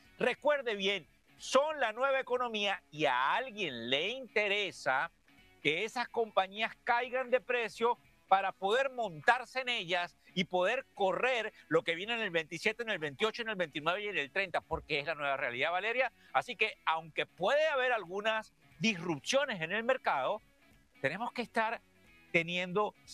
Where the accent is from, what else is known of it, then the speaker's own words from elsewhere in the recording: Venezuela; yo soy el venezolano de negocios televisión y soy refranero, ya me he puesto grande, como diríamos, mayor.